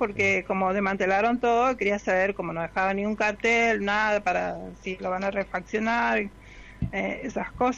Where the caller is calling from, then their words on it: Chaco, Argentina; De acá nomás, soy de Macrocentro nomás, soy de barrio cerca de Villa San Martín.